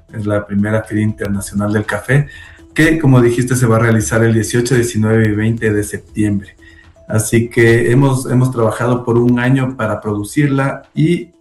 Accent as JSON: {"language": "Spanish", "country": "Ecuador", "said": "nosotros como ecuatorianos"}